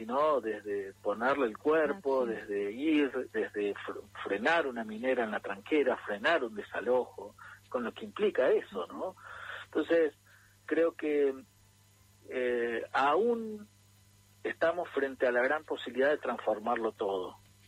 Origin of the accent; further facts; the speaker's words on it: Argentina; somos argentinos